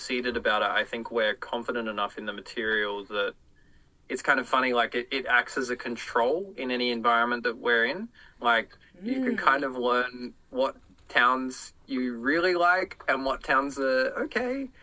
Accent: Australia; we're Australian

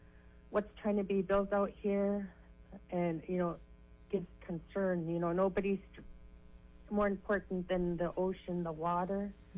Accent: Toksook Bay, Alaska, United States; I come from Tuxuk Bay, and I would be humbled to have your support.

